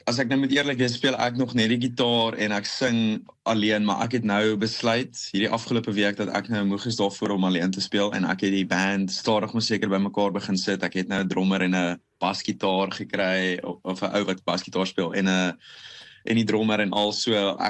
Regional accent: Transvaal, South Africa; moved away as an adult; now in Paarl, South Africa; ek het na my hoërskool daar Parel toe getrek. Ek is eintlik van die Transvaal af en toe het ek altyd die Parelberg van my huis af gesien

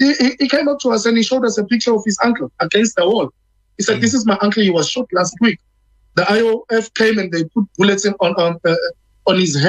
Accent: KwaZulu-Natal, South Africa; I'm one activist from South Africa in KZN that chooses not to be quiet.

